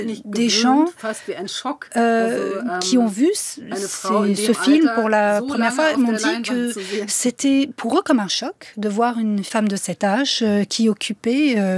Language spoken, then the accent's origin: French; Germany; French is a second language; puisque moi-même je suis allemande, de partir en tant que réalisatrice allemande et de faire ce film en Bulgarie